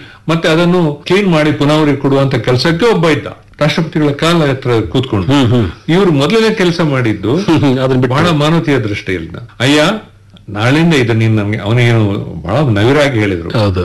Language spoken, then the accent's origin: Kannada; Puttur, Karnataka, India; born or raised there